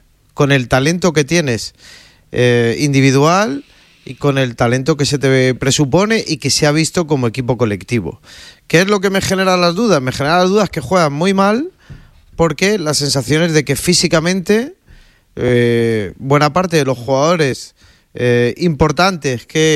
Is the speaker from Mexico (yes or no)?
no; Spain; ¿Que somos menos españoles o menos de la selección por decir las verdades?